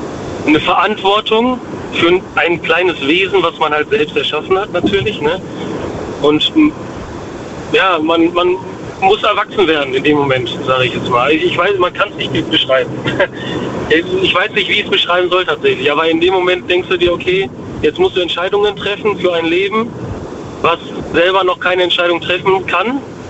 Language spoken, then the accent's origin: German; Dortmund, North Rhine-Westphalia, Germany; aus Dortmund eigentlich.